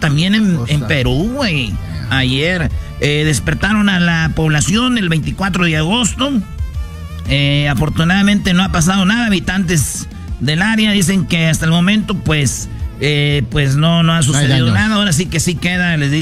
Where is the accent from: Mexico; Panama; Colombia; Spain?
Mexico; Como somos los mexicanos, acuérdense del caballo de Troya, güey.